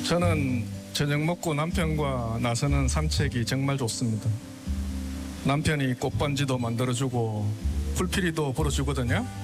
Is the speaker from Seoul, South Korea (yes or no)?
no; Mungyeong, North Gyeongsang, South Korea; 그리고 사실 제가 여기 문경에서 태어난 제 고향이기도 합니다.